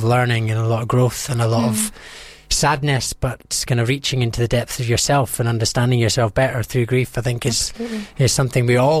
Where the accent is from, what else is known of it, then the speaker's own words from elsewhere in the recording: Scotland, United Kingdom; And she was from New York. I'm from Scotland. So there was a bit of cultural differences as well, yeah.